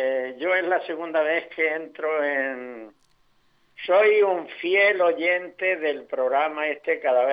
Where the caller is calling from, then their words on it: Santo Tomé, Andalusia, Spain; de Santo Tomé.